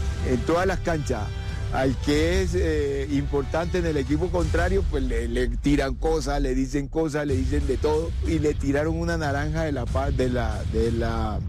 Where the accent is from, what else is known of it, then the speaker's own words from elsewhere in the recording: Colombia; a mí me escogían de acá de Colombia para ir a representar el país en esos juegos.